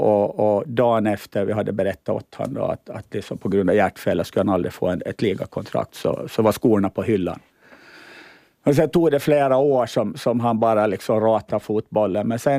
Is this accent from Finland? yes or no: yes; Åland, Finland